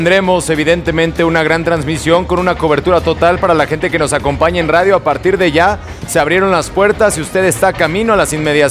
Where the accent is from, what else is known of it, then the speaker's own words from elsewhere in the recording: Mexico; como mexicanos defendemos nuestra casa